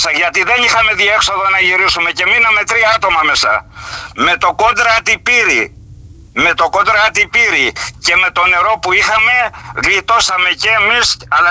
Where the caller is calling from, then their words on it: Greece; Στο χωριό μου, στον οικισμό Φτερίνια